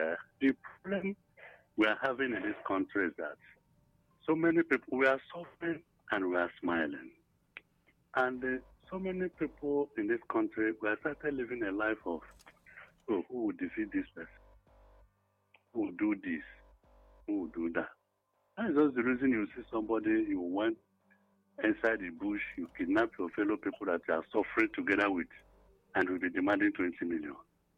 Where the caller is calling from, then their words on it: Enugu, Enugu State, Nigeria; I'm calling from Enugu.